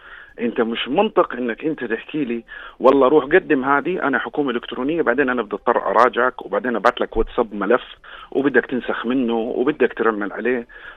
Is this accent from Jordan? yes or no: yes; Jordan; moved away; انا مستثمر، انا جاي من برا البلد، صحيح انا مواطن اردني بس انا ما بعرف كل شيء، انا مش عايش في البلد.